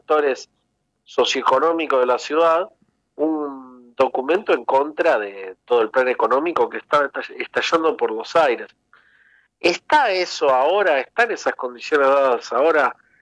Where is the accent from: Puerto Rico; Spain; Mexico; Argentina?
Argentina